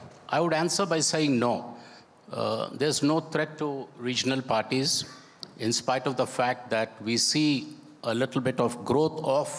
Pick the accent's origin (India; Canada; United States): India; Telangana; I come from Telangana, where we lost the elections.